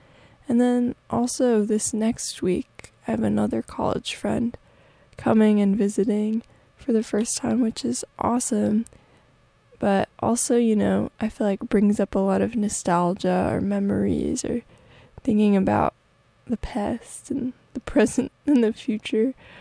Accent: East Coast, United States; now in Midwest, United States; I'm from the East Coast, and I just had a friend visiting

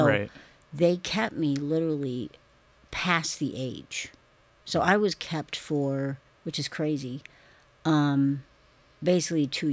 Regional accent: Yukon, Canada; born there; No, I was born in the Yukon, British Columbia.

